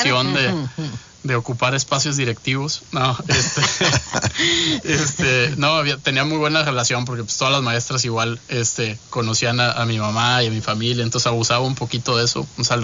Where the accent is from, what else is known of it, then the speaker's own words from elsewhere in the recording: Ciudad Victoria, Tamaulipas, Mexico; born there; orgullosamente soy nacido aquí en Victoria. Mi familia también, mi padre, mi madre, nacidos aquí en Ciudad Victoria.